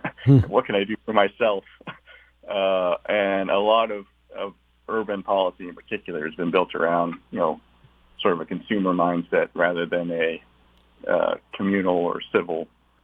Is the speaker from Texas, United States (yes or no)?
yes; Texas, United States; I'm from Texas.